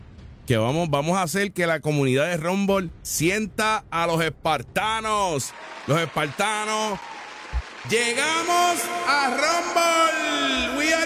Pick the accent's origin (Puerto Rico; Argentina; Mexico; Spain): Puerto Rico; Aibonito; directamente del Tribunal de Aybonito. Oye, mi pueblo.